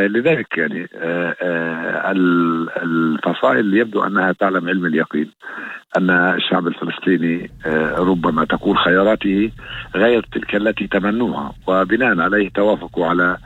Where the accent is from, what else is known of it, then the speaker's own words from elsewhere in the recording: Palestine; كفلسطينيين